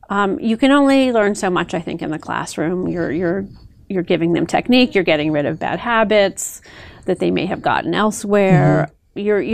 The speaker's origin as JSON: {"language": "English", "town": "Baltimore", "region": "Maryland", "country": "United States", "tie": "born or raised there", "moved": "yes", "said": "I grew up in Baltimore, Maryland."}